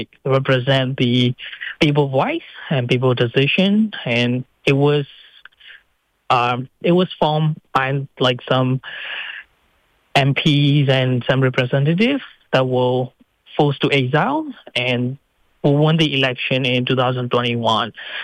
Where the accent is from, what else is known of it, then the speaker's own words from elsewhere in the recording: Myanmar; now in Australia; I'm a diaspora from Myanmar, currently residing in Australia, in Queensland.